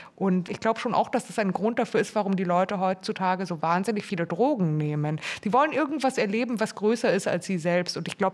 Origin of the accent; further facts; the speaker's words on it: Munich, Bavaria, Germany; Ich bin ja aus München